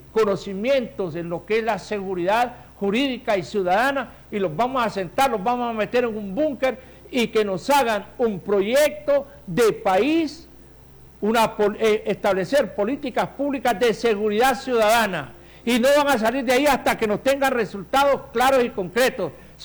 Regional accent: Honduras

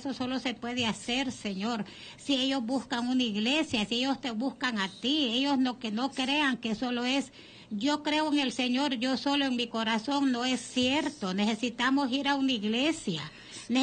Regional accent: Honduras

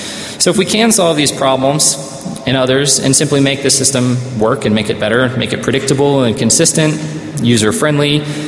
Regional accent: Kansas City, United States; where I grew up in the Kansas City area

